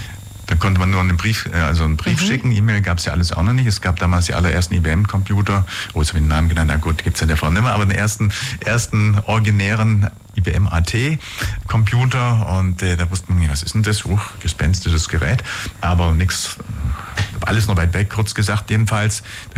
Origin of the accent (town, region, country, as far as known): Germany